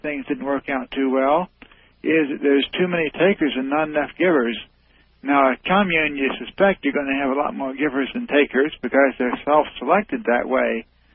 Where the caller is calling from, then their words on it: Indiana, United States; I'm calling from Indiana.